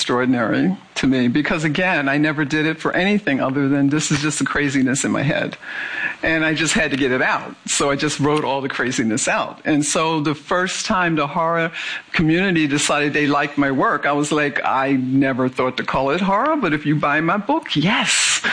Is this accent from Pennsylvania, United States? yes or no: yes; Philadelphia, Pennsylvania, United States; born or raised there